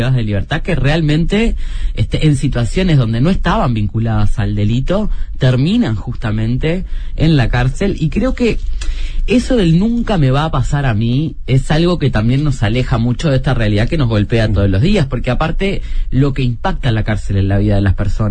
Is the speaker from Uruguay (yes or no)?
yes; Uruguay